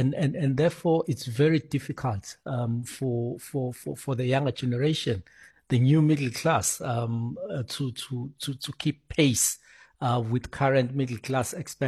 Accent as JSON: {"language": "English", "country": "South Africa", "said": "as the South African middle class"}